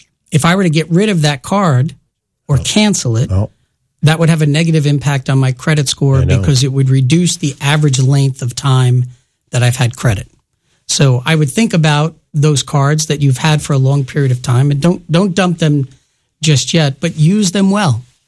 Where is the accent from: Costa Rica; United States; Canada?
United States; New York City, New York; I grew up in the Bronx, New York.